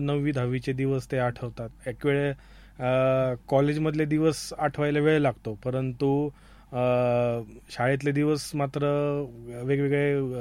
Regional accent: Ahmednagar, Maharashtra, India; moved away as an adult; नंतर मग आर्किटेक्चर वगैरे साठी मला बाहेरच्या शहरांमध्ये जावं लागलं, परंतु सगळी जडणघडण वगैरे जी काय आहे ती नगर शहरातच झाली.

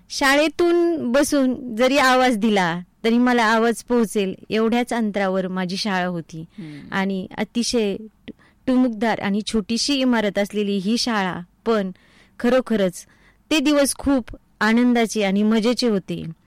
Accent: Walki, Maharashtra, India; माझा जन्म वाळकी या छोट्याशा गावामध्ये झाला। तर माझा जन्म झाला ते कुटुंब शेतकरी कुटुंब आणि मध्यमवर्गीय कुटुंब होतं।

